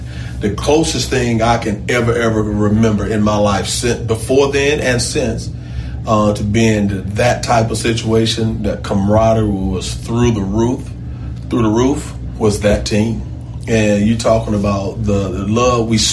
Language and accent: English; Atlanta, Georgia, United States; what Jarvis and I talked about earlier, growing up in Atlanta in our household, that your siblings were your best friend.